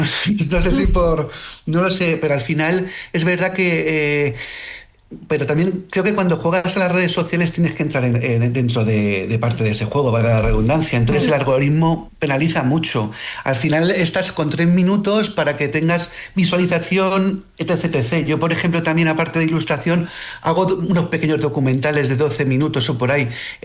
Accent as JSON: {"language": "Spanish", "town": "Alcázar de San Juan", "region": "Castilla-La Mancha", "country": "Spain", "said": "yo, por ejemplo, soy de Alcázar de San Juan, un pueblo de Ciudad Real"}